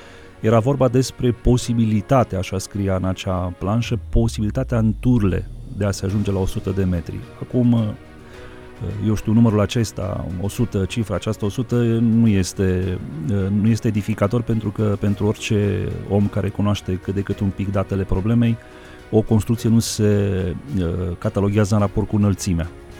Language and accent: Romanian; Brașov, Brașov County, Romania; noi ca și brașoveni